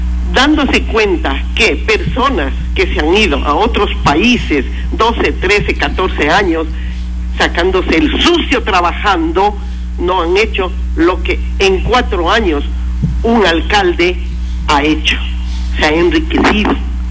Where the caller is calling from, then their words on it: Limón Indanza, Morona Santiago, Ecuador; Le llamo de Limón Indanza